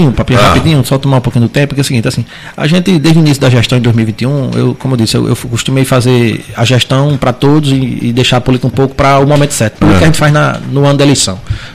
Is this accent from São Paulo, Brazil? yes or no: no; Natal, Rio Grande do Norte, Brazil; born there; moved away as an adult; now in Pedra Grande, Brazil; sou natalense de nascimento e pedagrandense de coração.